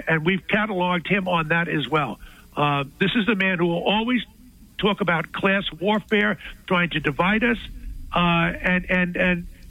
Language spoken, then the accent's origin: English; Ireland; now in United States; Look, I'm Irish, but that doesn't mean I'm going to defend the IRA when they're involved in terrorist activity. I'll condemn my own people.